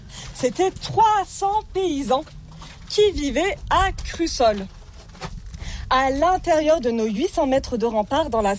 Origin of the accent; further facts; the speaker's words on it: Guilherand-Granges, Auvergne-Rhône-Alpes, France; Ouais, je suis née à Guillerand-Grange.